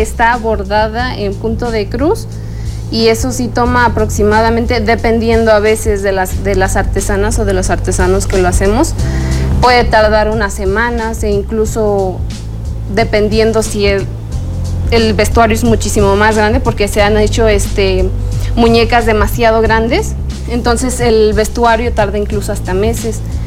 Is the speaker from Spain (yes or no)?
no; Amealco, Querétaro, Mexico; Soy de la comunidad de Santiago Mezquitilán. Es una comunidad muy, muy grande del municipio.